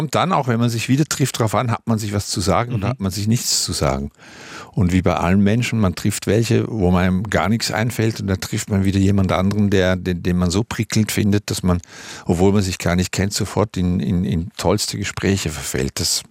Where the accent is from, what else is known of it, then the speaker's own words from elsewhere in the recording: Switzerland; ich habe als Kind aufgewachsen in der Schweiz, eben auch in diesen sehr miefigen 60er Jahren.